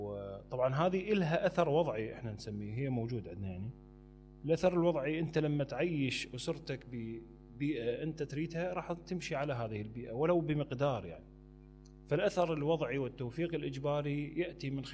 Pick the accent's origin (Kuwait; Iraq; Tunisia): Iraq; moved away; هذه ما كانت عندنا بالعراق